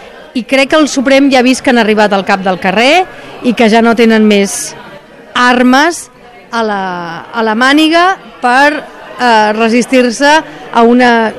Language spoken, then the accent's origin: Catalan; Barcelona, Catalonia, Spain; now in Belgium; jo sóc catalana. I quan em parlen en castellà, jo dic «català».